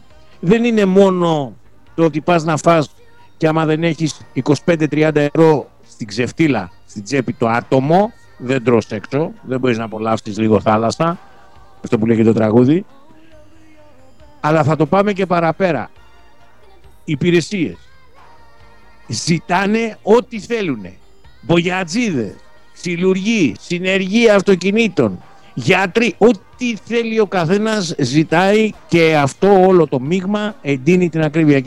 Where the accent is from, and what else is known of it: Greece